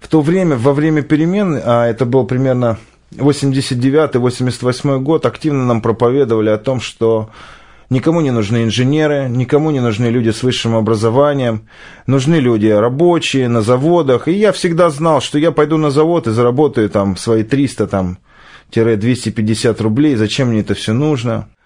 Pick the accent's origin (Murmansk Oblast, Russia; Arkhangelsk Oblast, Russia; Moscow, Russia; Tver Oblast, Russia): Moscow, Russia; я из Москвы, а мне 33 года, совершенно недавно исполнилось